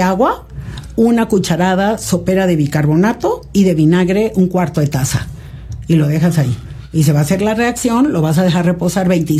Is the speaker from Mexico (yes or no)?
yes; Tabasco, Mexico; born or raised there